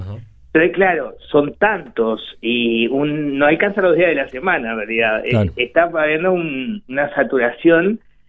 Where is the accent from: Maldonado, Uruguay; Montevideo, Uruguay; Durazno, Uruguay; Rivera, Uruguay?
Montevideo, Uruguay; Yo soy de Villa Española